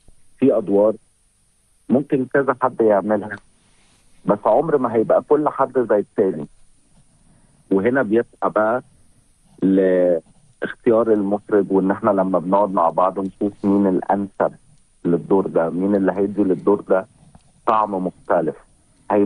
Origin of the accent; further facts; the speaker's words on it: Egypt; عندنا في مصر